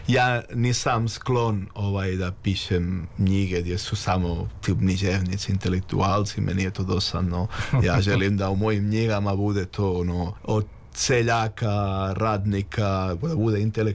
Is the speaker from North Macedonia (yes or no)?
no; Spain; Bosnian is a second language; A ja sam i često tamo zvratio, pošto mi je bilo zanimljivo kao Španac, pošto, kao što znate, većina Jevreja u Sarajevu su Sefardi